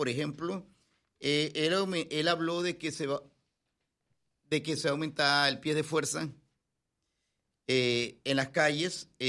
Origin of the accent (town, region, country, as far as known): Panama